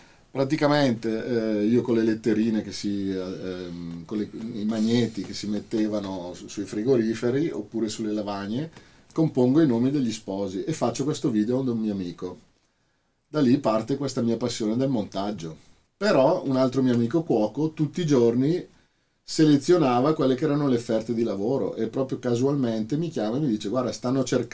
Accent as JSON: {"language": "Italian", "town": "Bergamo", "region": "Lombardy", "country": "Italy", "said": "sono di Bergamo, sono venuto apposta"}